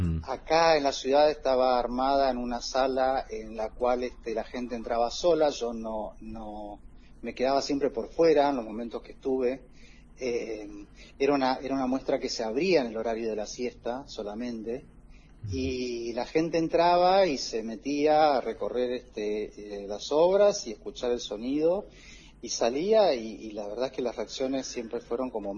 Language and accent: Spanish; Paso de los Libres, Corrientes, Argentina; en mi infancia y en mi adolescencia allá en Paso de los Libres.